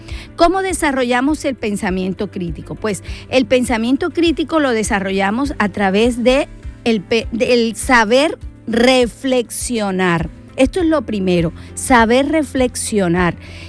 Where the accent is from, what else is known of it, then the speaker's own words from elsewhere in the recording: Colombia; now in Spain; Yo soy colombiana